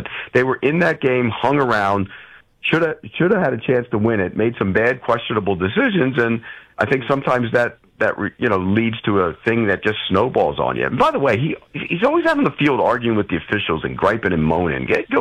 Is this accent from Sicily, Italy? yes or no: no; Naples, Campania, Italy; No, Naples.